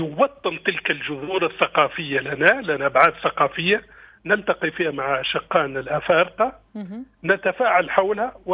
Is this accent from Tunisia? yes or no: yes; Tunisia; في بلادنا تونس.